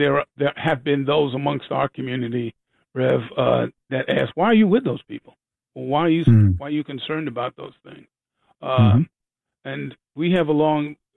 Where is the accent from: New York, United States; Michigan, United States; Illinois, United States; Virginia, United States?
New York, United States; But also, as a New Yorker